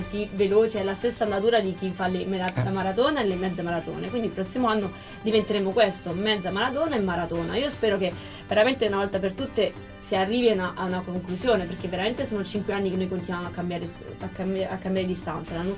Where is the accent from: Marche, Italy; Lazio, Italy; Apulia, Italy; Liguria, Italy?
Apulia, Italy; Mottola; Mottola, provincia di Taranto.